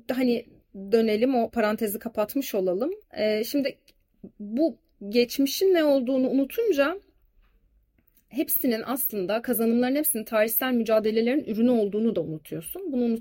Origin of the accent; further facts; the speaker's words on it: Antalya, Turkey; Ben Antalyalıyım. Ara ara gidiyorum Antalya'ya